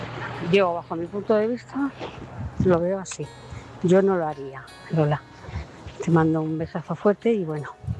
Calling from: Naples, Campania, Italy; Buenas noches … de Nápoles.

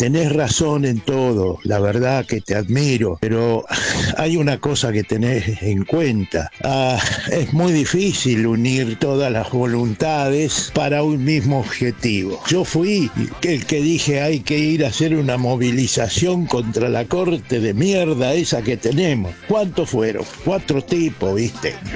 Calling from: Corcovado, Chubut, Argentina; de Corcovado, ya soy un viejo choto

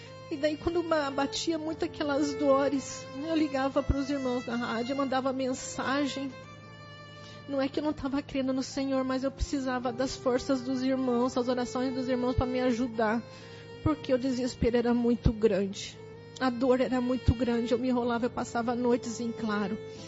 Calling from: Joinville, Santa Catarina, Brazil; eu sou de Joinville, Santa Catarina.

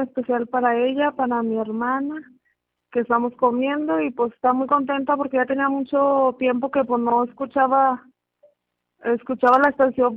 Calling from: El Saucito, Zacatecas, Mexico; Del Saucito.

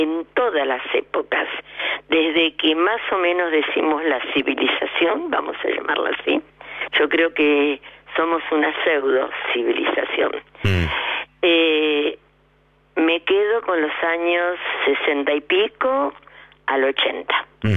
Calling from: Adrogué, Buenos Aires Province, Argentina; de Adrogué.

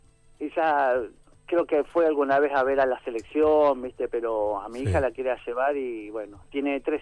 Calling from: Morón, Buenos Aires Province, Argentina; Yo soy de Morón

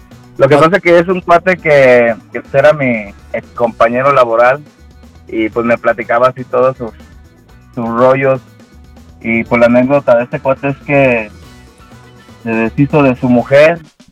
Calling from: León, Guanajuato, Mexico; De León, Guanajuato.

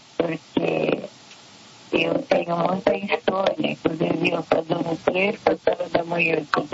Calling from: São Vicente, São Paulo, Brazil; Eu falo de São Vicente, litoral.

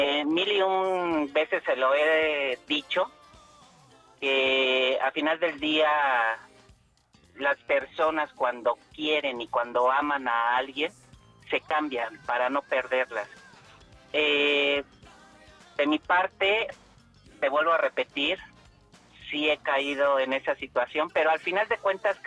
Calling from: Mexico City, Mexico; Desde la Ciudad de México.

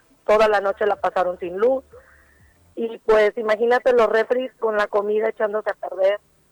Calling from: Villa de Álvarez, Colima, Mexico; yo soy vecina de la colonia Puerta de Rolón, ubicada en Villa de Álvarez, ahí a un costado de la Petatera.

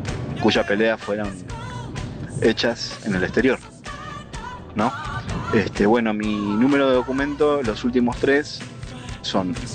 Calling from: Tigre, Buenos Aires Province, Argentina; y... bueno, soy de Tigre

